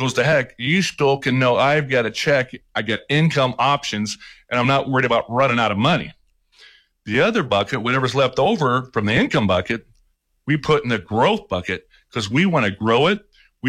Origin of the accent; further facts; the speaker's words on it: Midwest, United States; growing up in the Midwest on a farm, doing chores